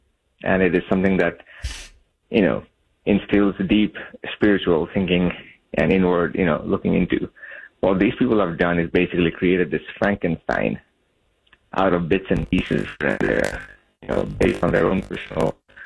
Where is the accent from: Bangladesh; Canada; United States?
Bangladesh; moved away; And I'm originally from Bangladesh, and Bangladesh had to fight for our independence back in 71 against Pakistan.